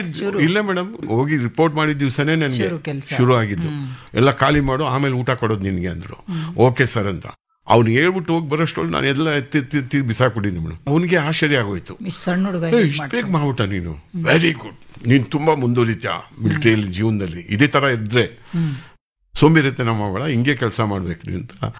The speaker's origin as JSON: {"language": "Kannada", "town": "Bengaluru", "region": "Karnataka", "country": "India", "said": "Sir ನಾನು Bengaluru Karnataka sir."}